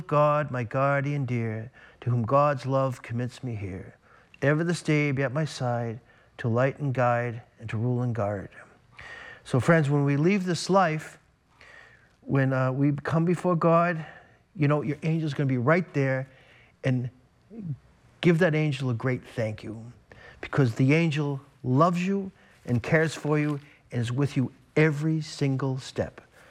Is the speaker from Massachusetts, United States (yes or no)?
yes; Boston, Massachusetts, United States; I grew up in the Boston area.